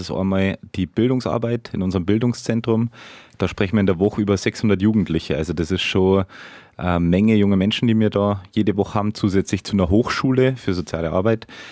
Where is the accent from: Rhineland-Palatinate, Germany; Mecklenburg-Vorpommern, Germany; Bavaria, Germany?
Bavaria, Germany; Erding; now in Benediktbeuern, Germany; nee, ich komme eigentlich aus Erding, aber bin als junger Mensch mit Flausen im Kopf nach Benediktbeuern gekommen